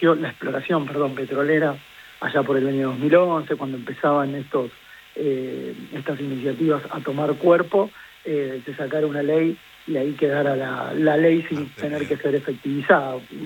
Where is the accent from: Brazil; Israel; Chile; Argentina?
Argentina